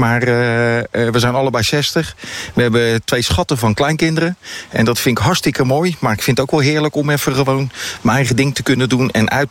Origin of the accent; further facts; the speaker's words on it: Arnhem, Gelderland, Netherlands; Wij komen uit Arnhem.